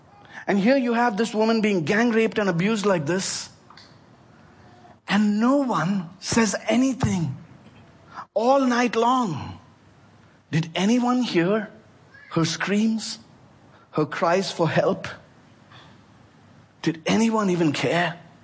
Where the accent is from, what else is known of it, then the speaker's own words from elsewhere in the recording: India; December 16th, 2012 was a very significant day in my home country of India.